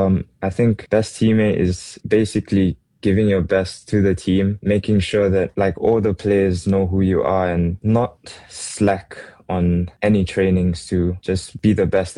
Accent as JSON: {"language": "English", "country": "Singapore", "tie": "born or raised there", "also_born_or_lived": "South Africa", "said": "I grew up in South Africa, so like I spent 4 years of my life in Singapore, the first 4 years, and then moved to South Africa because of my dad's job. After 8 years in South Africa, I moved back to Singapore."}